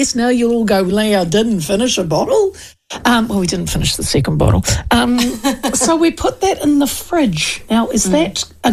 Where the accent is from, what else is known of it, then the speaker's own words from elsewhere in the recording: Hawke's Bay, New Zealand; Well done, my hometown.